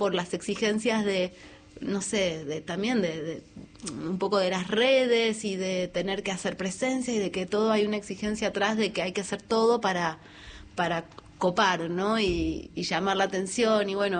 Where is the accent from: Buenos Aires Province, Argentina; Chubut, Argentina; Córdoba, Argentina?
Chubut, Argentina; Trevelin; vengo desde Trevelin, que queda en Chubut, en la cordillera